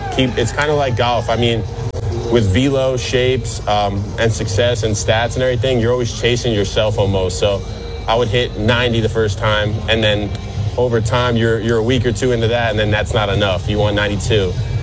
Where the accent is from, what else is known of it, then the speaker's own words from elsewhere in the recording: New York, United States; We're from New York